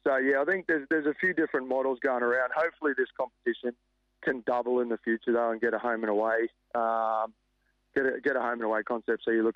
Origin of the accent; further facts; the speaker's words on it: Brisbane, Queensland, Australia; now in Perth, Australia; I'm from Brisbane